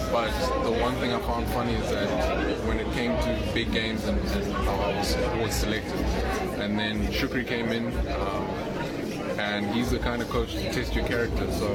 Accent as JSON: {"language": "English", "country": "South Africa", "said": "So, yeah, this is probably the best season I've had as a South African cricketer."}